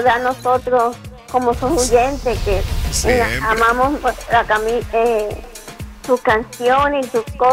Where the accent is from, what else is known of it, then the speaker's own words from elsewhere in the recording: Puerto Rico; now in Hialeah, United States; Soy de Puerto Rico.